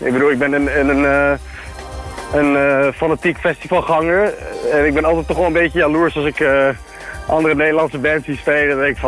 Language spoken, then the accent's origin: Dutch; Haarlem, North Holland, Netherlands; We komen uit Haarlem, tenslotte.